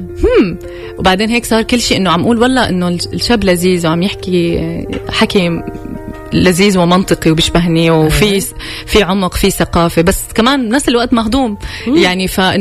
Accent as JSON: {"language": "Arabic", "country": "Syria", "tie": "born or raised there", "said": "ضيعته بالعراق وضيعتي بسوريا، يعني قراب على بعض"}